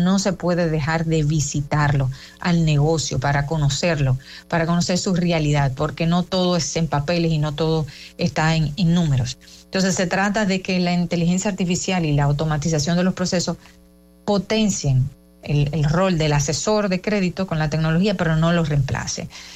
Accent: Dominican Republic; nos caracteriza como dominicanos

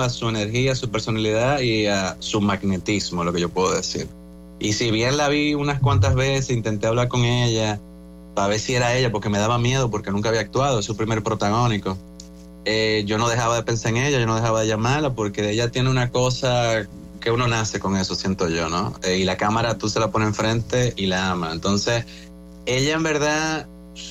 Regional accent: Dominican Republic; todos somos dominicanos.

